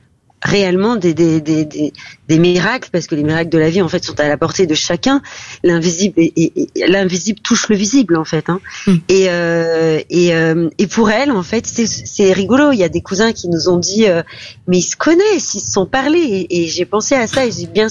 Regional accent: France; on est français depuis des générations

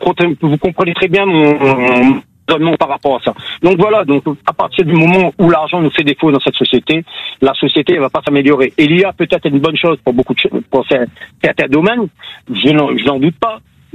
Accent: Réunion, France; moved away as an adult; now in Canet-en-Roussillon, France; Moi, je viens de la Réunion, ça fait pas longtemps que je suis ici. Je suis sur Canet en Roussillon.

